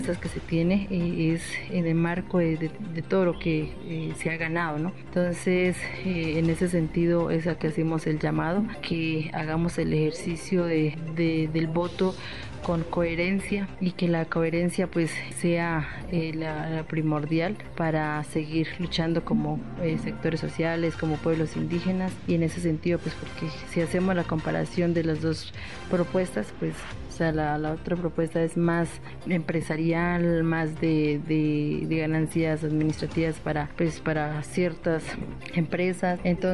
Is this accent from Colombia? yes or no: yes; Colombia; Nosotros por derecho lo merecemos por ser colombianos, somos pueblos indígenas, pero somos colombianos y tenemos los mismos derechos que cualquier otros colombianos.